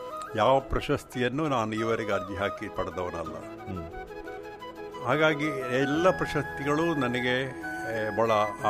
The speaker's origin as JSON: {"language": "Kannada", "region": "Karnataka", "country": "India", "tie": "born there", "said": "ಸ್ಥಳೀಯವಾಗಿ ನನಗೆ ಬೇರುಗಳು ಗಟ್ಟಿವೆ, ಮಂಗಳೂರಿನವರು ನಾನು"}